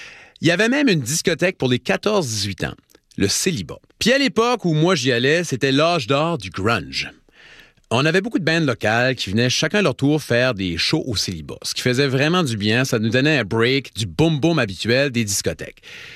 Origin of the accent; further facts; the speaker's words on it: Tracadie-Sheila, New Brunswick, Canada; Moi, je viens de Tracadie-Shayla, au Nouveau-Brunswick.